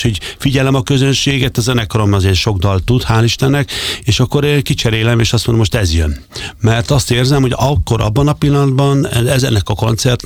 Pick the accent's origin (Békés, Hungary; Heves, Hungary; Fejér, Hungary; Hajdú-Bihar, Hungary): Békés, Hungary; Gyula; mikor gyerekként ugye kerestem a helyemet Gyulán, ahol én felnőttem